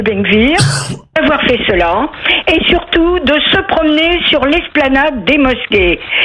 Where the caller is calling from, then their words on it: France; D'abord, je suis française.